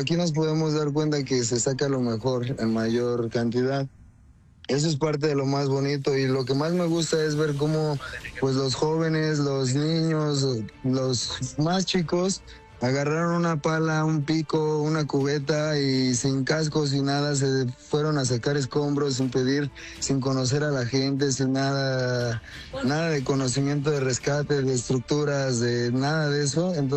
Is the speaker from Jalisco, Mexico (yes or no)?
no; San José de Gracia, Michoacán, Mexico; Yo soy de San José de Gracia, Michoacán.